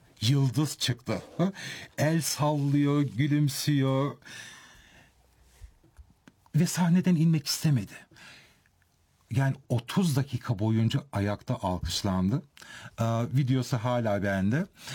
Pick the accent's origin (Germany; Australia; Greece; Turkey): Germany; ben Almanya'da doğdum, büyüdüm ama ne zaman Ege'ye gitsem, ne zaman Uşak'a adım atsam, evet, sanki yeniden kendi ülkeme dönmüş gibiyim.